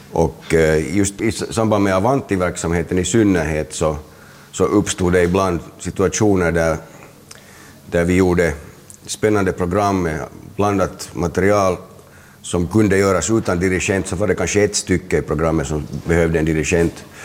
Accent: Helsinki, Uusimaa, Finland; jag är från Helsingfors, så jag känner mig definitivt hemma på Drumsö där jag fortfarande har en bostad och där jag har bott sedan jag var 1 år gammal.

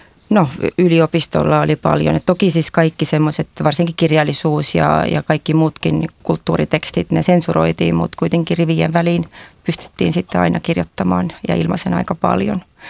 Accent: South Estonia, Estonia; Finnish is a second language; moved away as an adult; now in Helsinki, Finland; Minä kun olen Etelä-Virosta kotoisin

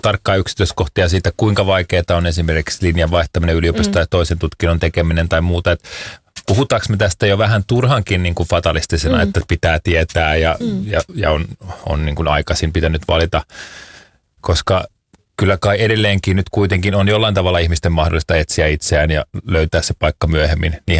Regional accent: Hämeenlinna, Tavastia Proper, Finland; born there; Mä kävin Hämeenlinnan Lyseon lukion

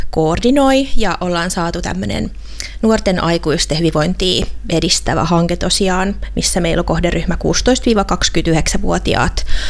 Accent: Satakunta, Finland; meillä täällä Satakunnassa

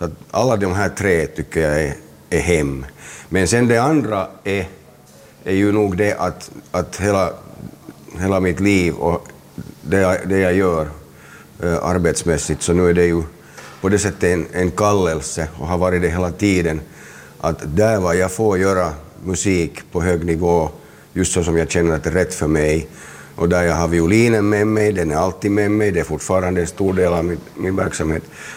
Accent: Helsinki, Uusimaa, Finland; jag är från Helsingfors och jag känner mig definitivt hemma på Drumsö där jag fortfarande har en bostad och där jag har bott sedan jag var 1 år gammal. Så att nu är jag liksom, jag är Drumsöbo, det är mitt hem.

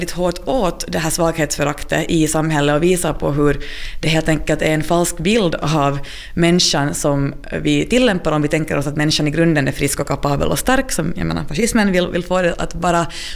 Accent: Finland

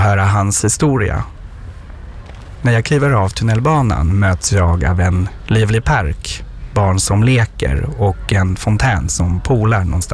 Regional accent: France; Swedish is a second language; moved away as an adult; now in Sweden; Jag är fransman och har vid den tiden nyligen flyttat till Sverige.

